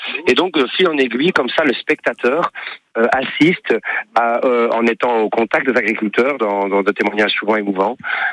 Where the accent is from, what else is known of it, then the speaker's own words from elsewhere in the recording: Belgium; on est belge. Toute l'équipe de tournée ici avec nous, on est tous belges